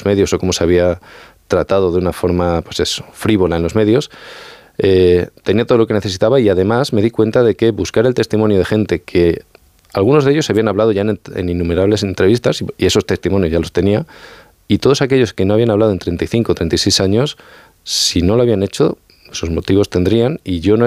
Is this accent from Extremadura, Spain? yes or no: yes; Extremadura, Spain; Yo vengo de la Sierra de Gata, hasta el norte de Cáceres